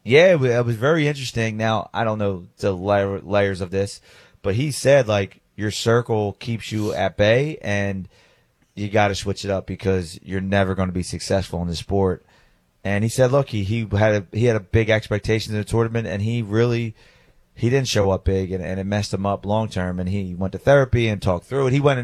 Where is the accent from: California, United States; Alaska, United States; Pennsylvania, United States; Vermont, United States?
Pennsylvania, United States; Philadelphia; where I grew up in Fishtown, it was a big movement, and there were so many, like we talked about earlier, there were just so many community and local teams.